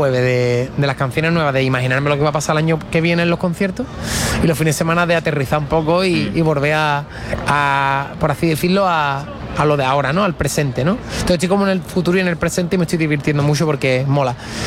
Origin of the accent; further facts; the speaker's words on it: Rota, Andalusia, Spain; moved away; A mí me da alegría ver mi pueblo lleno de gente de fuera y de todas partes.